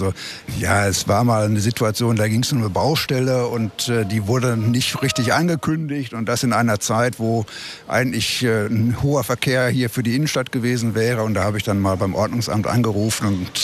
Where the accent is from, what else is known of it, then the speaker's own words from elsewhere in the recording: Dortmund, North Rhine-Westphalia, Germany; Ich bin Dortmunder und bleibe Dortmunder, ja.